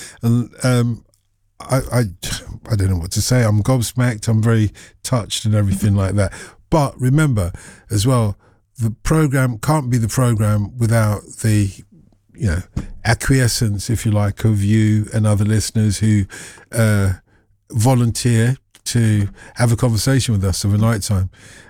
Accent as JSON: {"language": "English", "country": "United Kingdom", "said": "I like, you know, we're British, so we deflect away from all the praise."}